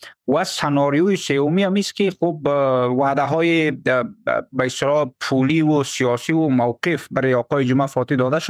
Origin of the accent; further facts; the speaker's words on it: Badakhshan, Afghanistan; اما ما که از بدخشان هستم و به اصطلاح با مردم در تماس هستم